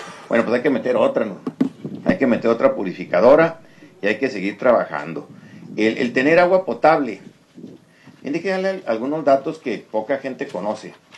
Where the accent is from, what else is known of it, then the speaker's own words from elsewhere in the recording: Delicias, Chihuahua, Mexico; yo fui municipal de Delicias, soy presidente municipal de Delicias. Es la tierra que lo vio nacer a uno, que lo vio crecer